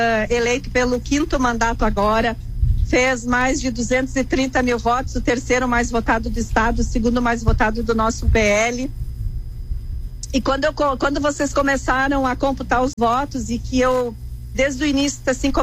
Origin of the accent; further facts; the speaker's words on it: Soledade, Rio Grande do Sul, Brazil; Eu que sou do interior, eu sou lá de Soledade, nasci lá com muito orgulho, sou filha de agricultores